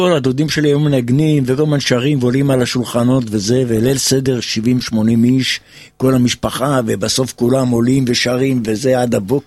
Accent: Tel Aviv, Tel Aviv District, Israel; אני גדלתי בתל אביב, בדרום תל אביב

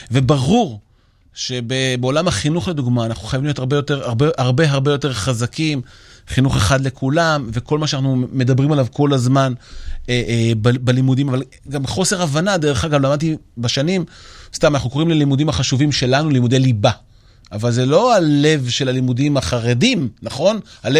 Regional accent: Yavne, Central District, Israel; אני גדלתי ביבנה. הגענו לשם לאינטגרציה

